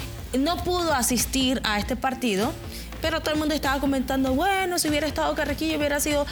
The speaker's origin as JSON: {"language": "Spanish", "country": "Panama", "said": "Nosotros como panameños tenemos que estar orgullosos de nuestro país"}